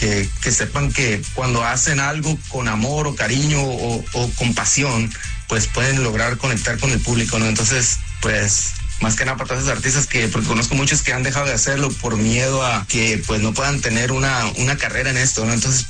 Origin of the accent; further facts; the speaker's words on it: Mexico; moved away; Nosotros como mexicanos